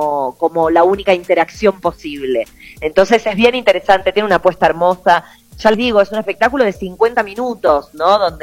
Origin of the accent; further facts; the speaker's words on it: Buenos Aires, Argentina; somos mujeres de la Ciudad Autónoma de Buenos Aires